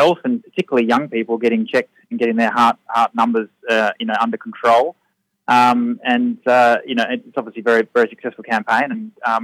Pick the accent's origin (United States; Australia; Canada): Australia; Adelaide, South Australia; now in Melbourne, Australia; I'm a vascular and aortic physician in Adelaide. Sorry, in the Alfred, Melbourne, and I'm from Adelaide originally.